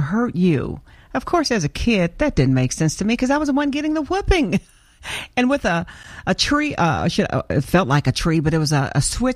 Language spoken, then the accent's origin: English; Heath, Arkansas, United States; I remember growing up in Arkansas, and my mom would discipline me. Well, in fact, she would whoop me. And we didn't call it a whipping. We called it a whooping down in Heath, Arkansas.